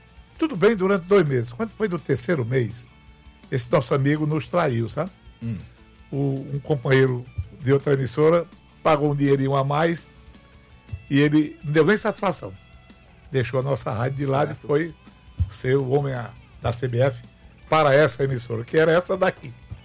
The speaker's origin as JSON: {"language": "Portuguese", "town": "Fortaleza", "region": "Ceará", "country": "Brazil", "tie": "born there", "said": "eu não sou europeu. E nem podia, um sujeito nascido no Mucuripe não pode ser da Europa."}